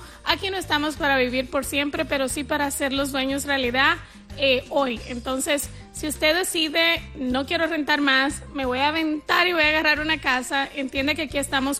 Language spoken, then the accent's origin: Spanish; Dominican Republic; Así somos los dominicanos.